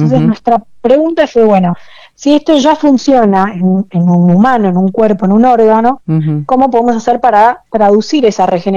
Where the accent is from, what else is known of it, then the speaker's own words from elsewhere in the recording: Buenos Aires, Argentina; Yo soy de Capital Federal